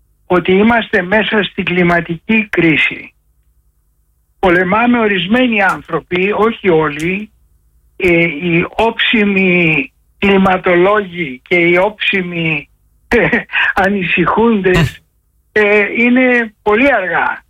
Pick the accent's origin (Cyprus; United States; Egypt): Egypt; στην πατρίδα μου την Αίγυπτο